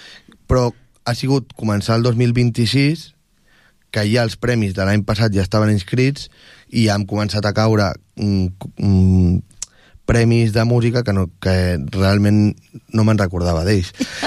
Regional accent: Tordera, Catalonia, Spain; now in Barcelona, Spain; A Barcelona, que és on soc. Soc de Tordera, però de Barcelona, i també els meus estudis els he fet a Barcelona

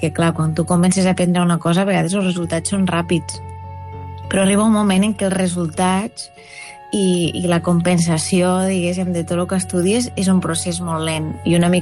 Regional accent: La Ràpita, Catalonia, Spain; soc de la Ràpita

